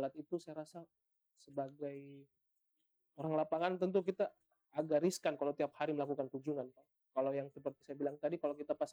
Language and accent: Indonesian; Makassar, South Sulawesi, Indonesia; moved away as an adult; now in Kupang, Indonesia; Saya dari Makassar.